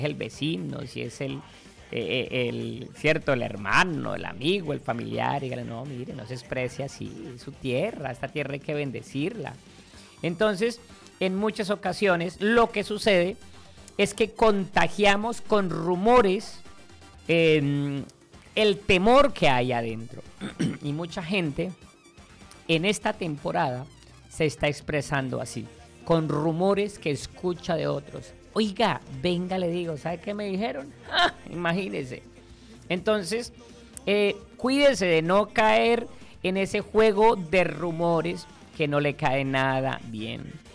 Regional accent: Colombia

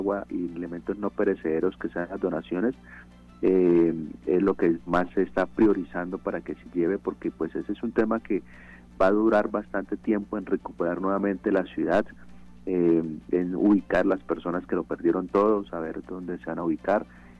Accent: Colombia; nosotros como colombianos

